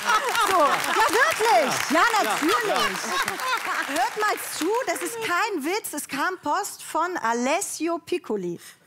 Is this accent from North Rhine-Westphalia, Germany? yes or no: yes; Cologne, North Rhine-Westphalia, Germany